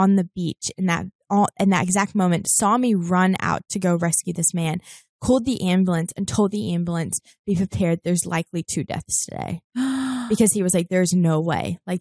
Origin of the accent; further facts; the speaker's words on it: New Zealand; born or raised there; moved away as an adult; now in Los Angeles, United States